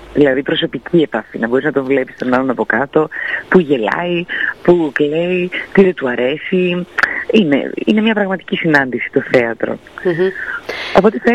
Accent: Drama, Eastern Macedonia and Thrace, Greece; επειδή είμαι από τη Βόρεια Ελλάδα, είμαι από τη Δράμα

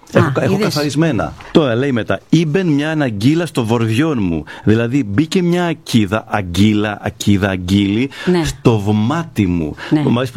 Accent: Peloponnese, Greece; Εμείς στην Αρκαδία το σκέφτομαι πολλές φορές. Το λέμε σκεύομαι.

